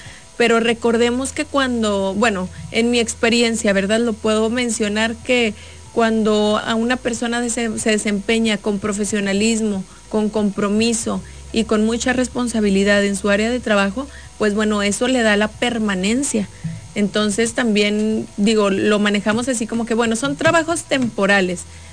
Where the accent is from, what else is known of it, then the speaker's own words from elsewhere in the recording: Gómez Palacio, Durango, Mexico; yo soy de aquí, de Gómez Palacio